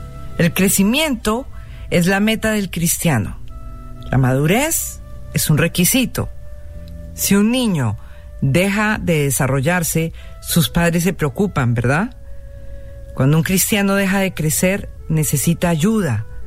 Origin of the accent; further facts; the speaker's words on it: Bogotá, Colombia; gracias por saludarme desde mi tierrita en Bogotá, Colombia.